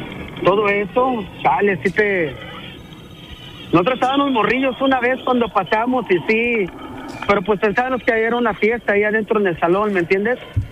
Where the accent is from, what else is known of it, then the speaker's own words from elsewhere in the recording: Lagos de Moreno, Jalisco, Mexico; Ok, yo soy de Lagos de Moreno y hay una casa ahí por la Pedro Moreno, en Lagos de Moreno.